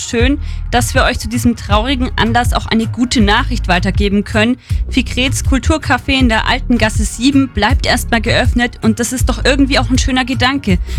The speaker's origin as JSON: {"language": "German", "area": "Augsburg district", "region": "Bavaria", "country": "Germany", "said": "Nee, ich komme tatsächlich aus dem Landkreis. Aber durch Studium bin ich natürlich immer mehr in Augsburg unterwegs gewesen"}